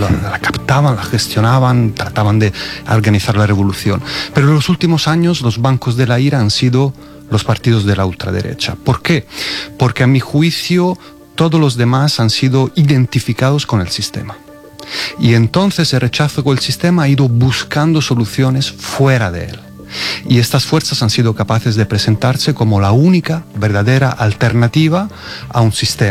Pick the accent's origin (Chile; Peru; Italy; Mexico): Italy; Spanish is a second language; En Italia, en mi país, país, pues el partido matriz del que es el partido de Meloni fue acogido en el gobierno